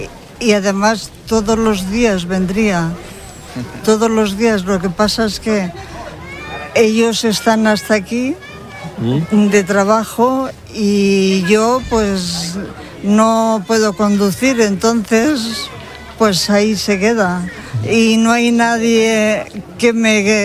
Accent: El Tormo, Valencian Community, Spain; soy del Tormo.

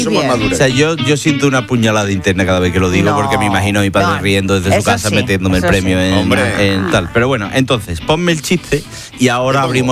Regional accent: Seville, Andalusia, Spain; Sabéis que, evidentemente, soy de Sevilla. Esta familia es de Sevilla.

